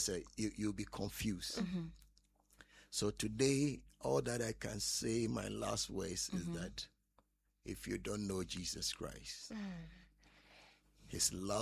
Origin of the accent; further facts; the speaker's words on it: Sunyani, Bono, Ghana; I am a typical Ashanti man, but I grew up in Sunyani.